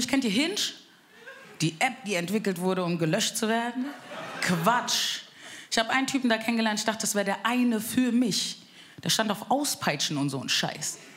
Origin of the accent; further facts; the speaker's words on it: Bavaria, Germany; Ich bin aus Frankfurt. Spaß, ich bin eigentlich aus Bayern. Wirklich, boardisch Mädel. Meine Freunde in Bayern, die sind immer verwirrt